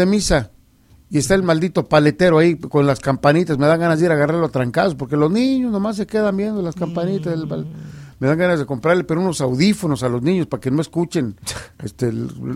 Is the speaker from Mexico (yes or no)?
yes; Chihuahua, Mexico; now in United States; Chihuahua. Toda la gente en mi pueblo ya levantándose en esos momentos para la alborada, para las mañanitas, al Santito, San Miguel, Arcángel